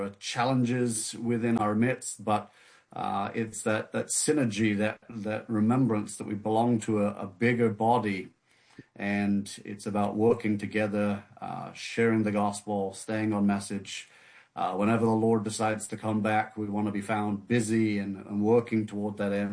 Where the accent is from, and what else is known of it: United Kingdom; born or raised there